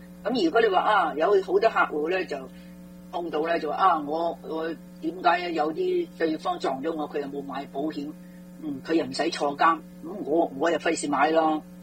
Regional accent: China; 同埋呢，我发觉了很多、我们中国人呢就觉得、对方是对方错的，为什么我冤了他呢？

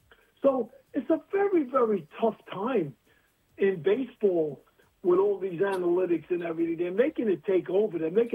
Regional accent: New York City, New York, United States; also born or lived in Middle Village, Queens; I was from Brooklyn, but I lived in Middle Village, which is right next door.

